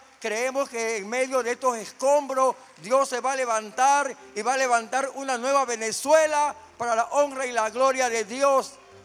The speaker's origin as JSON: {"language": "Spanish", "country": "Panama", "said": "Usted está viendo la violencia que hay en Panamá, los accidentes que ocurren en nuestra tierra"}